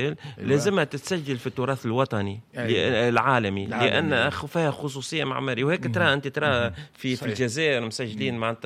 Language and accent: Arabic; Tunisia; العراقية العادية كأي شاب تونسي في تونس كاملة